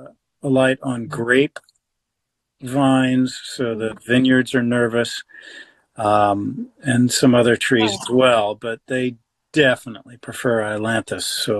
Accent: Texas, United States; moved away; A tree I grew up with in Texas

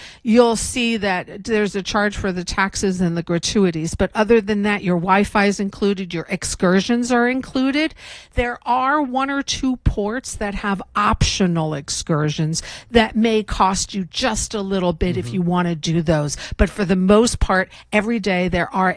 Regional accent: Germany; It comes from Düsseldorf, Germany, because I grew up in Germany.

